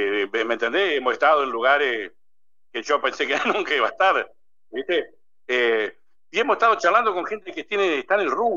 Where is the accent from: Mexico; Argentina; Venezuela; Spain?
Argentina; Diamante, Entre Ríos; yo soy de Diamante, de Entre Ríos, y trabajo en la dirección de turismo de la ciudad